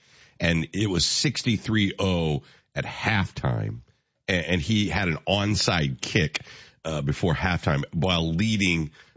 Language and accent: English; Decatur, Illinois, United States; born or raised there